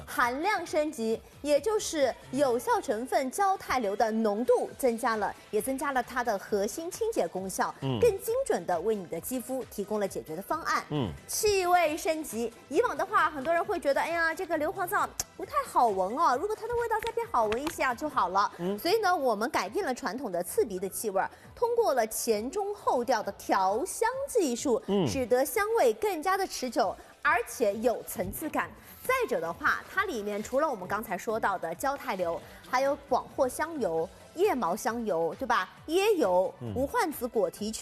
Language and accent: Chinese; Shanghai, China; 我相信我们上海人，包括我们的父母这边，太熟悉了。